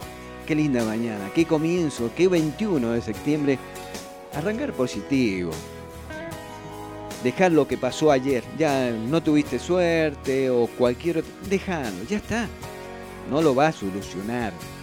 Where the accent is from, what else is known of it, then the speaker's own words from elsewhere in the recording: Buenos Aires, Argentina; que somos del barrio de Flores